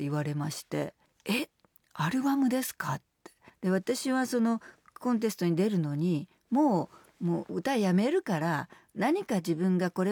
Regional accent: Osaka, Japan; また大阪に帰ってきて

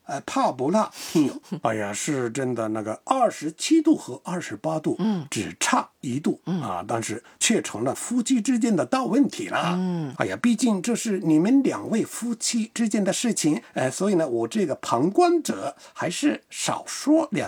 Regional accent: Japan; Chinese is a second language; 地震发生后啊，世界各地纷纷向日本发来许多鼓励和那个慰问。我作为一个日本人非常感谢。

